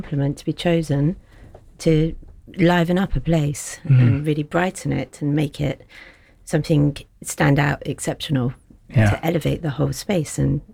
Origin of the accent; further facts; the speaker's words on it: Bristol, South West England, United Kingdom; now in Nottingham, United Kingdom; I grew up in Bristol